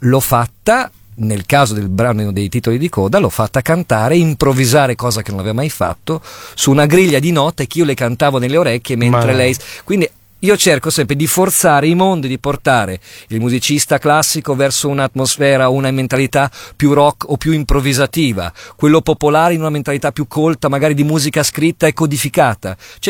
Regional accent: Udine, Friuli-Venezia Giulia, Italy; born there; No, sono nato all'est, sono nato a Udine.

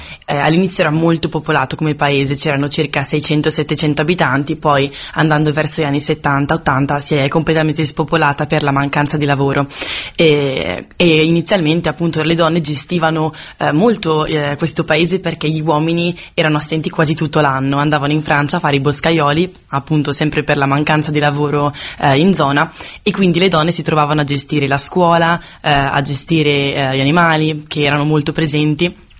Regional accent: Bergamo, Lombardy, Italy; Io per esempio sono nata e cresciuta in città, a Bergamo

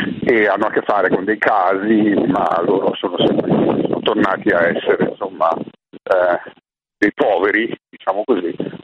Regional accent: Milan, Lombardy, Italy; io sono di Milano

